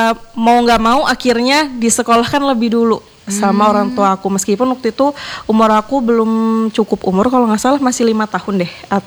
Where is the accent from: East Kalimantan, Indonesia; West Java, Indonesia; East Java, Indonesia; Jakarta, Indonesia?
East Kalimantan, Indonesia; Samboja; born or raised there